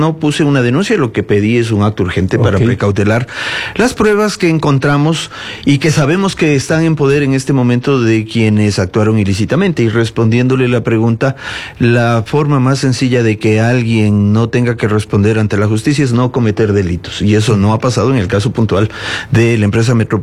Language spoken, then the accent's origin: Spanish; Quito, Pichincha, Ecuador; Primero como quiteño, porque es mi responsabilidad velar por el bienestar de la ciudad